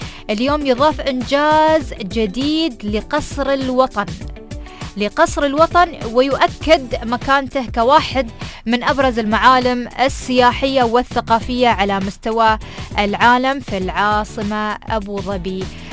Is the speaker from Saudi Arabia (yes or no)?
no; United Arab Emirates; وفي الإمارات عندنا